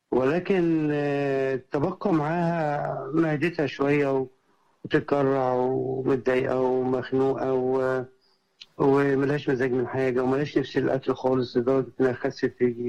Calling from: Giza, Giza Governorate, Egypt; من الملك فيصل

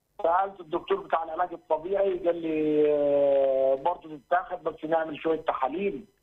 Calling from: Sohag, Sohag Governorate, Egypt; من سوهاج.

